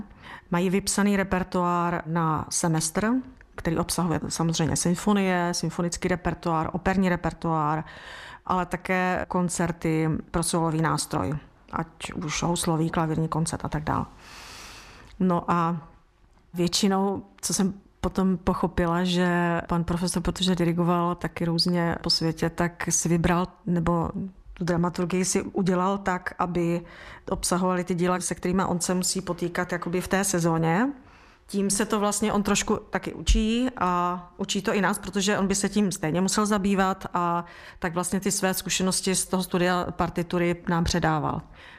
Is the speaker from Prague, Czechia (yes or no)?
no; Brno, South Moravian Region, Czechia; Takže já, když jsem tam nastoupila, že jsem z Brna, tak on mě tam lapnul